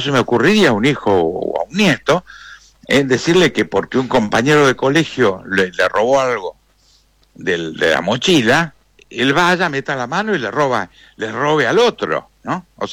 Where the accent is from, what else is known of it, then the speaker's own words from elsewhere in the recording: Argentina; yo soy argentino